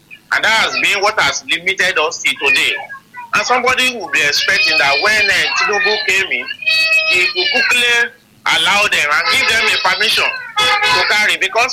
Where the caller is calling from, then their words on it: Ibadan, Oyo, Nigeria; I'm calling from Jericho area in Ibadan.